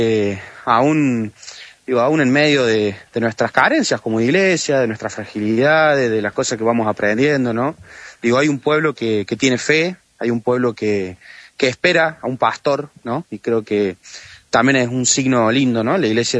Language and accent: Spanish; Córdoba, Argentina; creo que eso nos va a hacer mucho bien, como cordobeses y como argentinos.